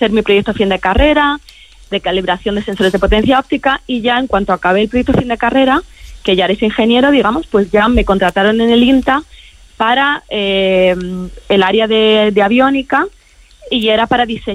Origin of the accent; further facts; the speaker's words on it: Madrid, Community of Madrid, Spain; Lo cierto es que, bueno, yo soy de Madrid, como he comentado, perdón